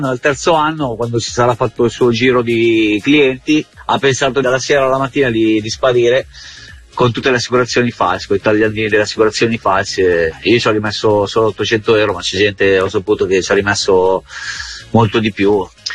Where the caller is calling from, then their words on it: Novara, Piedmont, Italy; da Novara.